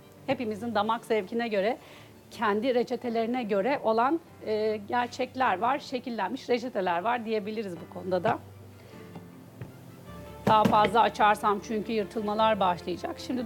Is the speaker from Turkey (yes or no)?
yes; Istanbul, Turkey; Ben başta da bahsettiğim gibi doğma büyüme İstanbulluyum. Annem de aynı şekilde.